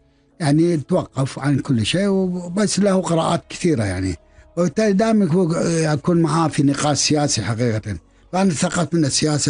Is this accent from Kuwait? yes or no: yes; Kuwait